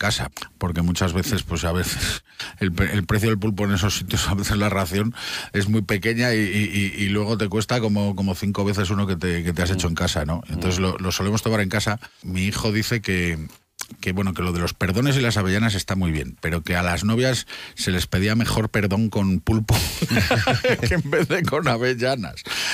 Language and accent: Spanish; León, Castile and León, Spain; los que somos de León